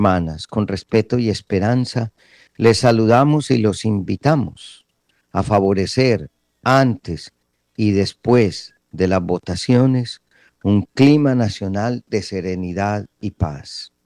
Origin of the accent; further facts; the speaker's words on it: Colombia; Nuestro deber como colombianos